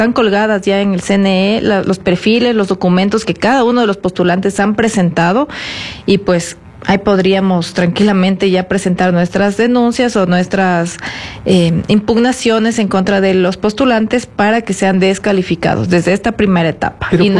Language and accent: Spanish; Ecuador; nosotros como ecuatorianos